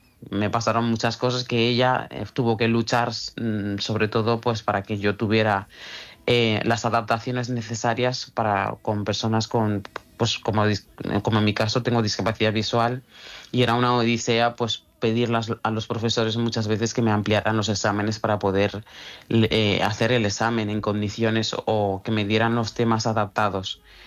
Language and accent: Spanish; Bamako, Mali; Spanish is a second language; now in Galicia, Spain; No, de momento no, nada. La verdad, o sea, es que Galicia es totalmente diferente a Bamako.